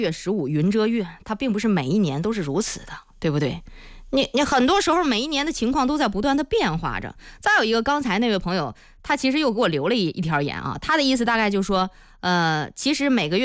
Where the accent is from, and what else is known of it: Hebei, China